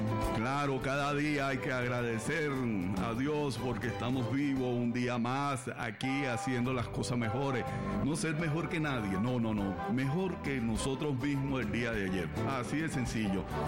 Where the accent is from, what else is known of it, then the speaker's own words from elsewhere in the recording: Venezuela; cuando somos venezolanos.